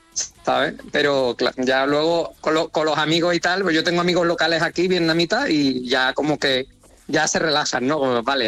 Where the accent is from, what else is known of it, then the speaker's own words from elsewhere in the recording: Seville, Andalusia, Spain; yo soy sevillano, yo soy de Sevilla y nosotros pues, tenemos mucho salero, guasa